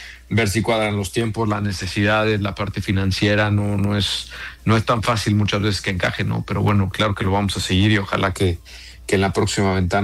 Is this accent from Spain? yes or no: no; Mexico; por el hecho de ser mexicano